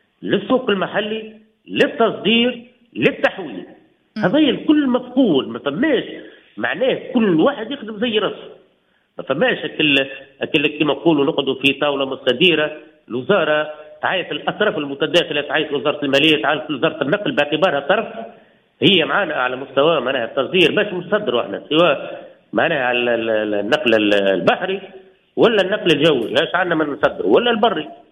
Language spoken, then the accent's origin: Arabic; Nabeul Governorate, Tunisia